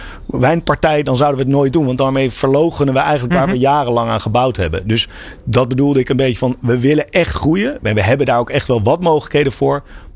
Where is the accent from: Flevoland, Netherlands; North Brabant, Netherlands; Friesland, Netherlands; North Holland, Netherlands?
North Holland, Netherlands; Amsterdam; En dat is natuurlijk voor ons makkelijker omdat we uit Amsterdam komen.